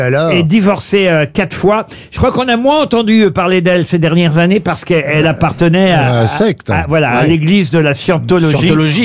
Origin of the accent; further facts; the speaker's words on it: France; chez nous, en France